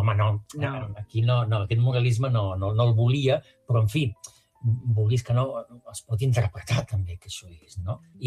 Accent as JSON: {"language": "Catalan", "town": "Creixell", "region": "Catalonia", "country": "Spain", "tie": "born or raised there", "also_born_or_lived": "Barcelona / Torredembarra", "lives_now": "Empordà, Spain", "said": "Jo sóc barceloní i visc a l'Empordà, imagina't, no? Jo vaig passar la infantesa entre Creixell i Torredembarra, aquella zona, però, clar, jo era un barceloní trasplantat"}